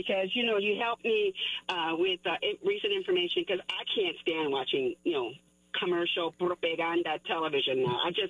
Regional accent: Chicago, Illinois, United States; I grew up in the Humboldt Park area, and then I ended up going to the Lakeview area, and, you know, I've been around, you know, it's mostly the north and northwest side that I've lived in Chicago. I'm a long-time Chicagoan, born and raised, native-born here, you know.

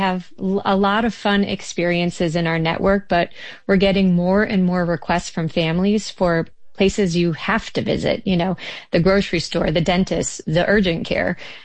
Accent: Wisconsin, United States; I'm from Wisconsin

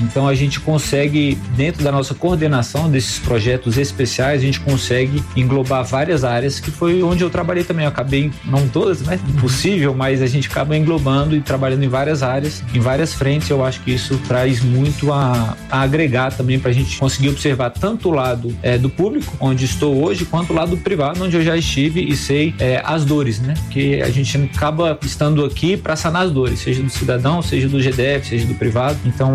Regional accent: Brasília, Federal District, Brazil; Bom, eu sou nascido e criado aqui. Fui criado na Asa Sul, na 306 Sul, então convivi muito ali no plano W3.

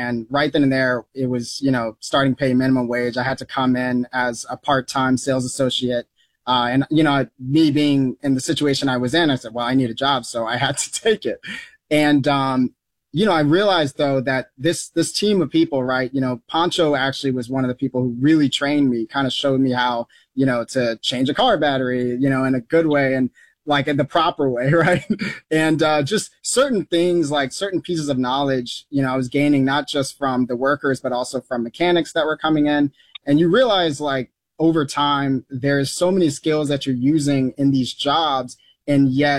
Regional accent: Atlanta, Georgia, United States; now in White Plains, United States; you know, a snowstorm happened here in White Plains, you know, I'm from Atlanta, so I'm not used to snow.

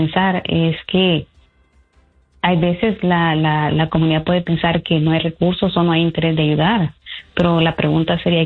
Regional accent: El Salvador; now in United States; yo, como salvadoreña, me atrevería a decir que muchos de nuestros compatriotas se han dormido en sus laureles

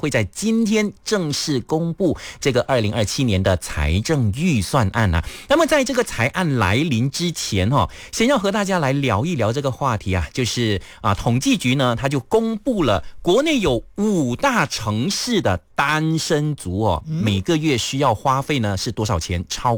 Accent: Ipoh, Perak, Malaysia; now in Kuala Lumpur, Malaysia; 我回家乡哦，回到怡保的时候呢

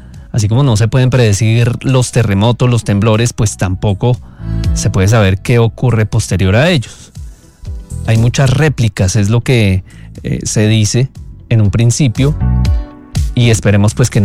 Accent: Colombia; hoy no solamente nos preocupa, sino que también nos enluta como colombianos

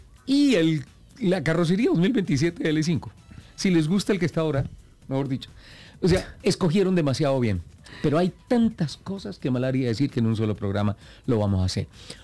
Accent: Colombia; Yo soy colombiano.

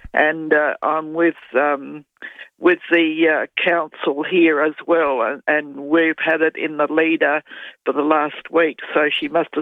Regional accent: Nuriootpa, South Australia, Australia; We've lost a cat, a ragdoll cat. We're from the Barossa Valley, Nuriupa.

